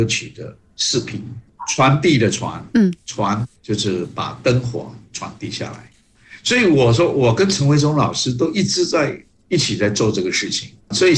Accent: Chaozhou, Guangdong, China; 我从小的时候，因为我是潮州人嘛，我母亲在我很小的时候，到中秋节，她都会特别准备贡品。

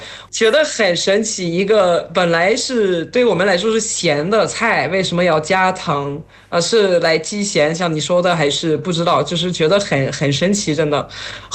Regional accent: France; Chinese is a second language; now in Shanghai, China; 我作为一个来自我们菜很淡的国家，确实一开始我第一接触的是上海菜嘛，因为我在上海

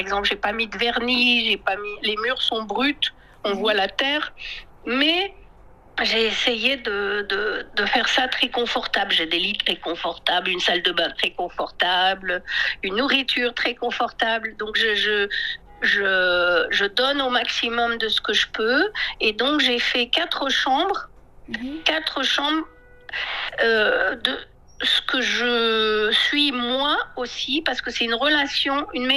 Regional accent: France; moved away as an adult; now in Yunnan, China; j'ai beaucoup voyagé au Yunnan, mais je suis française.

